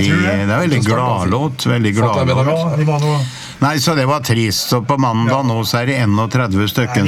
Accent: Fredrikstad, Østfold, Norway; moved away; Jeg er født og oppvokst der, se.

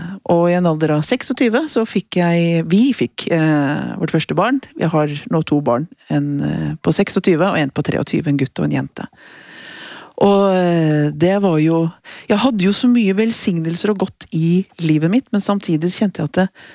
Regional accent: Oslo, Norway; Jeg er oppvokst i Oslo, ble født i 66, og på Tveita i Oslo, på østkanten i Oslo. I et hjem med kristne foreldre, så troen på Gud var veldig naturlig for meg, den kom inn med morsmelka.

